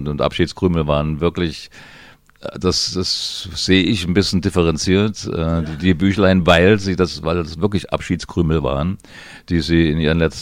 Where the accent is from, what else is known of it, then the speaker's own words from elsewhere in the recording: Radebeul, Saxony, Germany; ich bin ja in Radebeul groß geworden